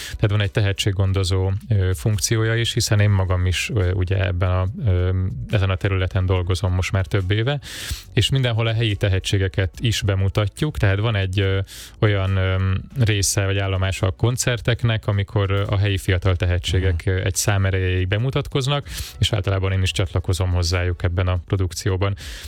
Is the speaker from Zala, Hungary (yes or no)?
yes; Zala, Hungary; Novan Lentitől 10 kilométerre töltöttem a gyerekkorom, Lentibe jártam általános iskolába